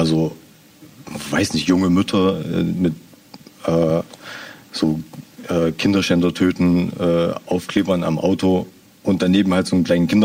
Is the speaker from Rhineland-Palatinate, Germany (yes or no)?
no; Zwickau, Saxony, Germany; moved away; ich komme aus Zwickau